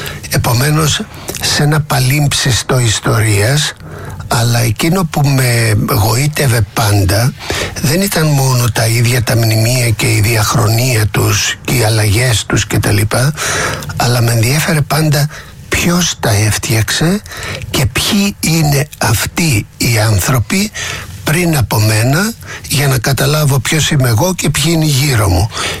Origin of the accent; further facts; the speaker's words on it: Chania, Crete, Greece; born there; Γεννήθηκα στα Χανιά, στα Χανιά της Κρήτης.